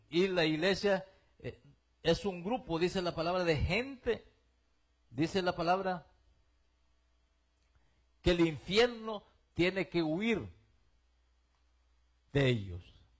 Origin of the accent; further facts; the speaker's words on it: Honduras; en mi país Honduras.